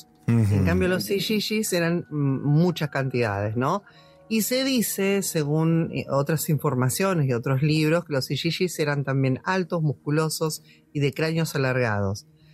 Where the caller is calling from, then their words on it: Neuquén, Argentina; Soy de Neuquén Capital